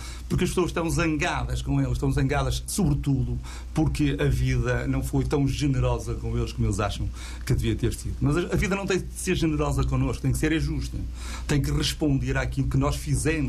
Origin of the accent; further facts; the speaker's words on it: Matosinhos, Norte, Portugal; born there; also born or lived in Mondego; eu nasci ao pé da água, nasci em Matosinhos, né? Depois desloquei-me para o Mondego